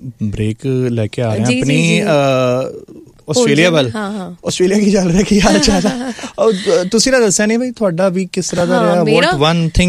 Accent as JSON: {"language": "Punjabi", "town": "Jalandhar", "region": "Punjab", "country": "India", "said": "ਅਸੀਂ ਜਲੰਧਰ ਦੇ ਆ"}